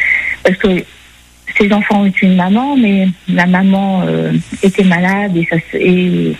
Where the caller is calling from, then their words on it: Niort, Nouvelle-Aquitaine, France; j'habite à Niort, dans une petite ville.